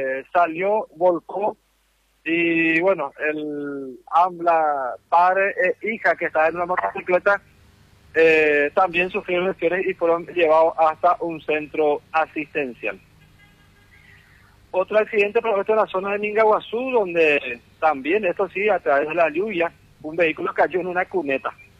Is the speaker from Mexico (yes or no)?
no; Venezuela; somos sí, venezolanos